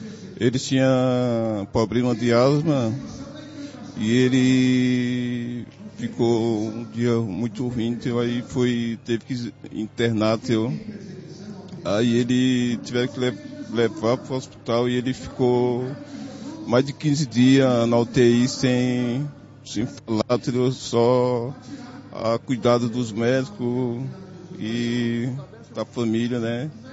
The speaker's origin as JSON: {"language": "Portuguese", "town": "Santana de Parnaíba", "region": "São Paulo", "country": "Brazil", "said": "Santana de Parnaíba."}